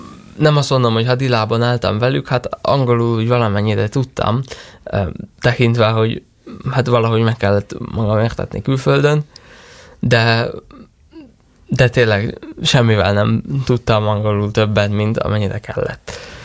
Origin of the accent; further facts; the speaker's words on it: Győr-Moson-Sopron, Hungary; én Győr mellől származom